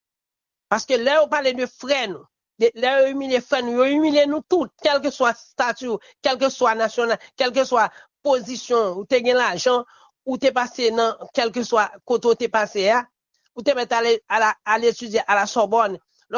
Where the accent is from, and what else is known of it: Haiti